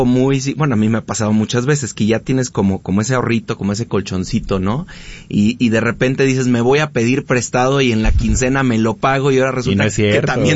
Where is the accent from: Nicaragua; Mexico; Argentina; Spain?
Mexico; soy mexicano